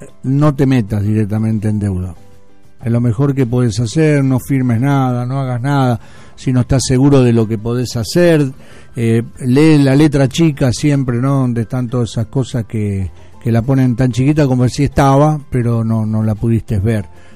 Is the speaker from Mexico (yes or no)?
no; Argentina; Somos argentinos, ¿no?